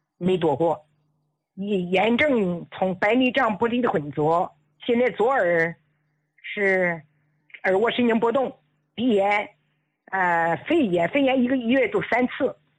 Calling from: Dalian, Liaoning, China; 哦，我今年70岁了，我是大连的听众哈。

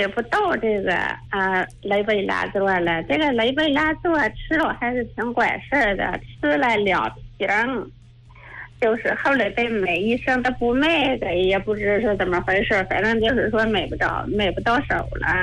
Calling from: Xingtai, Hebei, China; 我是河北邢台的。

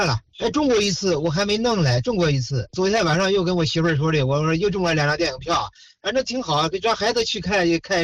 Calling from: Shijiazhuang, Hebei, China; 就是咱们石家庄栾城的。

